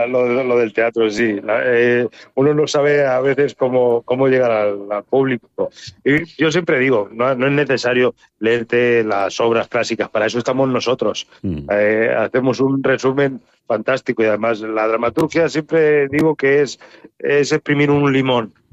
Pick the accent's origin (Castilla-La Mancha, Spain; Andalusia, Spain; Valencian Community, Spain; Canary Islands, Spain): Castilla-La Mancha, Spain; Albacete; yo soy de Albacete, que también empieza por Al